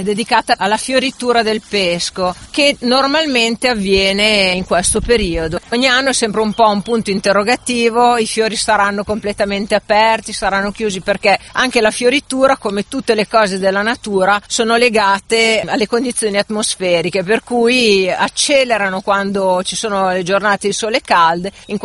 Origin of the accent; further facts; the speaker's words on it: Lombardy, Italy; in dialetto da noi le pesche si chiamano i persi